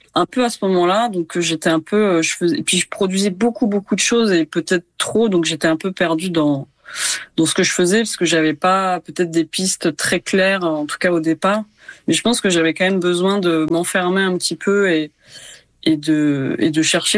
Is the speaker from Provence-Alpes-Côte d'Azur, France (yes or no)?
yes; Ramatuelle, Provence-Alpes-Côte d'Azur, France; En fait, j'ai un lien assez fort avec Ramatuelle, donc là où j'ai grandi, parce que toute ma famille est là.